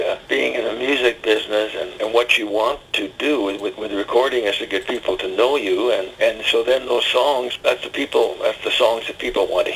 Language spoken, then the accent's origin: English; Canada; the way we Canadians say words and the way Americans do.